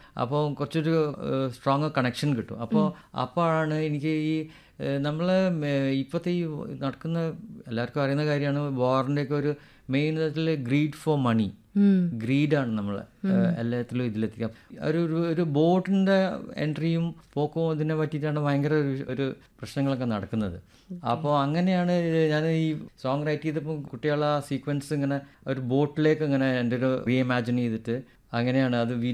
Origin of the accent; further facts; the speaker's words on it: Kerala, India; ഞങ്ങൾ ശരിക്കും മലബാറി പ്രോപ്പർ മലബാറി തന്നെയാണ് ബോൺ ആൻഡ് ബ്രോട്ടപ്പ്. അപ്പോൾ ഞങ്ങൾ റൂട്ട്സ് എനിക്കൊന്ന് കണ്ണൂർ ഉണ്ട്, ഹട്ടൻസ് ഉണ്ട്, പിന്നെ തലശ്ശേരി ഉണ്ട്, കാലിക്കറ്റ് ഉണ്ട്. അപ്പോൾ നമ്മളെ കുറേ ഫാമിലി ആ ഭാഗങ്ങളിലുണ്ട്. മലബാർ തന്നെയാണ് നമ്മളത്.